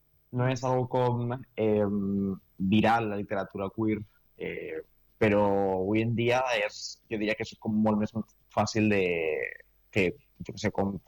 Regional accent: Vila-real, Valencian Community, Spain; jo soc del País Valencià, soc de Vila-real

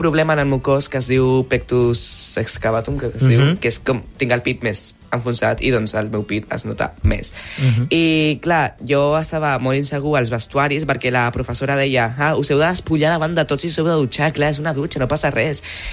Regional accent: Chile; jo vinc de Xile, el meu pare és de Xile, no?

